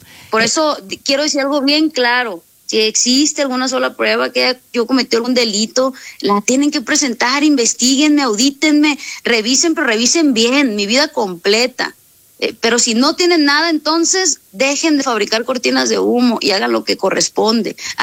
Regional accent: Sinaloa, Mexico; pues soy norteña, soy sinaloense, lo hago muy franco, muy directo

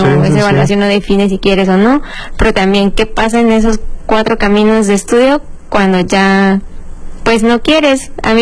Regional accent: Mexico City, Mexico; moved away; Yo soy de Ciudad de México

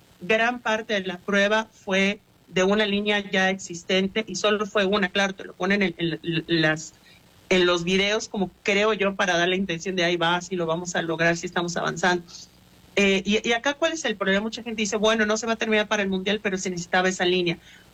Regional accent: Yucatán, Mexico; now in Monterrey, Mexico; Yucatán, pero vivo en Monterrey.

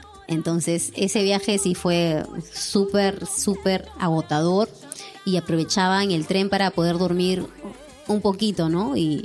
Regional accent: Peru

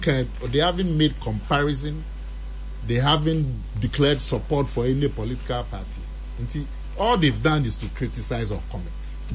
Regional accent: Ghana; As a Ghanaian, whether chief justice or radio presenter, you can comment on national issues.

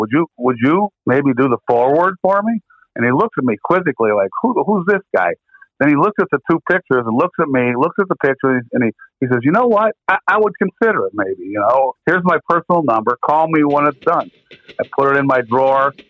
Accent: Cleveland, Ohio, United States; hey, man, I'm from Cleveland. Cleveland broke the … album, broke that tour.

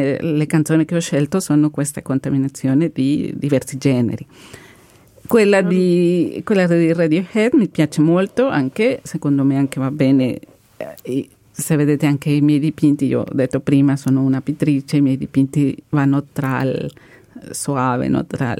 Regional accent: Mexico; Italian is a second language; moved away; essendo messicana, del continente americano, siamo molto, molto mischia, no? Siamo già, io ho un nonno francese, spagnolo, dunque è indigene anche, azteche

